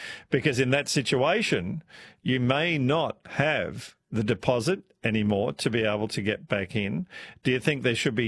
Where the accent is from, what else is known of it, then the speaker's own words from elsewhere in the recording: Perth, Western Australia, Australia; Mind you, I'm from Perth as well, so I'm not sure if it was a West Australian thing.